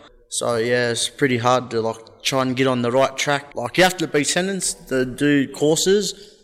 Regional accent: Glen Innes, New South Wales, Australia; now in Liverpool, Australia; I'm from Glen Innes. Live in Liverpool in Sydney. I'm Bungjlung and Gungbung Berry. 23 years old.

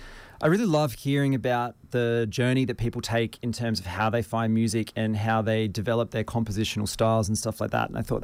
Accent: Brisbane, Queensland, Australia; for people like me who grew up in suburban Brisbane

